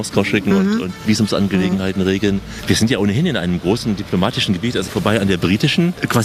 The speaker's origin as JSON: {"language": "German", "region": "East Germany", "country": "Germany", "said": "Also für mich wahnsinnig bewegend, weil man oft als Ostdeutscher hier davor stand."}